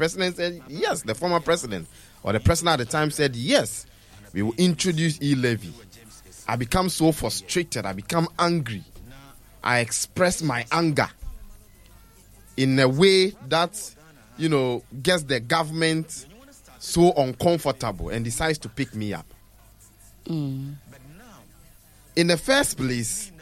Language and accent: English; Ghana; But I'm a Ghanaian citizen, a patriotic one for that matter.